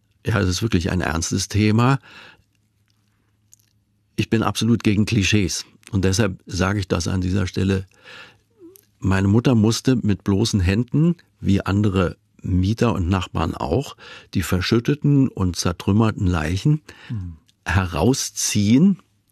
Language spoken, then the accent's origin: German; Berlin, Germany; Ich selber bin als Kind in Berlin-Steglitz aufgewachsen und das ist eine ganz eigene Geschichte.